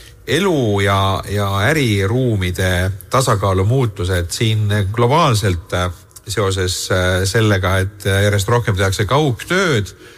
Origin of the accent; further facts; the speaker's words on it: Tallinn, Harju County, Estonia; ma ise olen Nõmmelt